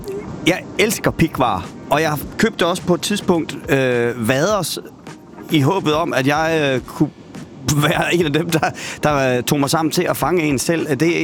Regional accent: Blåvand, Region of Southern Denmark, Denmark; Blåvand er jo min hjemstavn

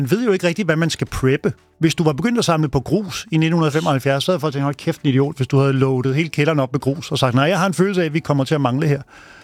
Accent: Kokkedal, Capital Region of Denmark, Denmark; Forbrændingsanlægget lå 1,5 meter fra, hvor jeg voksede op.

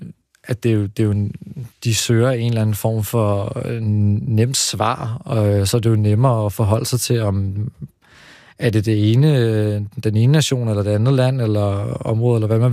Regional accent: Slagelse, Zealand, Denmark; Altså jeg er vokset op i delvist i Slagelse, hvor at jeg flere gange er blevet enten troet eller jagtet på baggrund af, hvor jeg er fra.

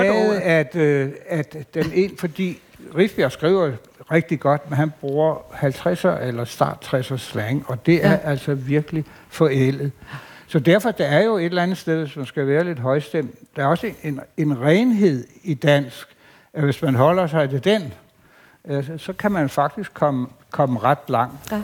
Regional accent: Bogense, Region of Southern Denmark, Denmark; da jeg voksede op faktisk her i Bogense jo, og jeg er født i 50, og jeg blev teenager i 60'erne.

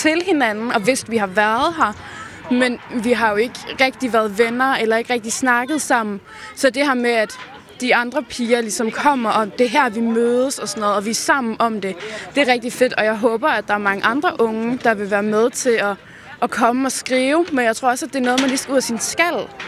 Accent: Region of Southern Denmark, Denmark; vi kommer flere af os fra Davene

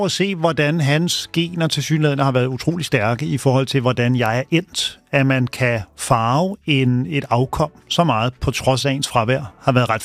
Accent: Kokkedal, Capital Region of Denmark, Denmark; Hun kom væk fra mit barndomshjem. Jeg voksede op i har du kørt forbi Kokkedal station nogensinde med kystbanen?

